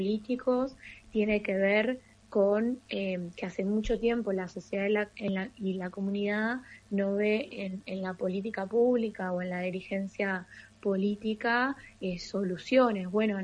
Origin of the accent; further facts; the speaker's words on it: Argentina; ¿Quién en la Argentina no quiere vivir mejor? Y a mí me pasa como joven argentina